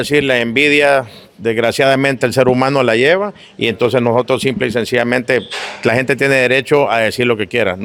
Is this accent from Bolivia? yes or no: no; Honduras; Somos dos hondureños bien nacidos los que estamos en esto